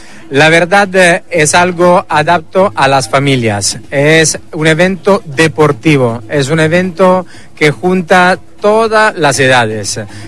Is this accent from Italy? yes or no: yes; Italy; now in Mexico; yo como buen italiano soy amante del fútbol